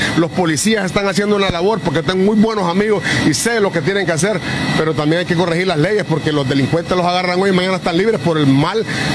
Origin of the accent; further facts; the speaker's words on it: Honduras; a nosotros como hondureños